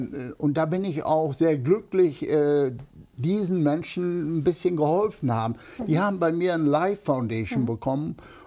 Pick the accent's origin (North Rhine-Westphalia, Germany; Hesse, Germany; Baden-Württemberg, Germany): North Rhine-Westphalia, Germany; now in Canada; Das ist meine alte Heimat.